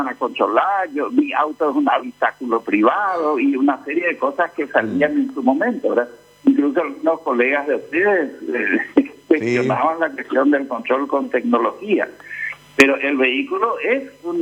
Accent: Paraguay

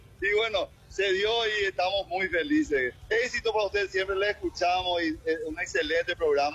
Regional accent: Ciudad del Este, Alto Paraná, Paraguay; soy de Ciudad del Este.

